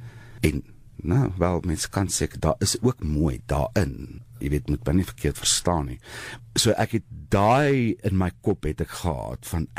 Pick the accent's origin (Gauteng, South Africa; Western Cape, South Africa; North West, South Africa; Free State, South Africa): Free State, South Africa; Memel; also born or lived in Vrede; Ek is gebore en groot geword op Memel in die Vrystaat en ek was op Vrede in die skool. Ek is baie trots daarop. Dit is my baie lekker om te sê ek kom van daai wêreld af